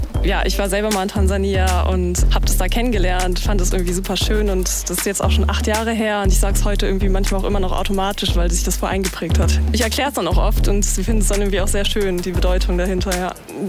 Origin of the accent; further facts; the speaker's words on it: Münster, North Rhine-Westphalia, Germany; Mein Lieblingswort ist Polisana und ich komme aus Münster.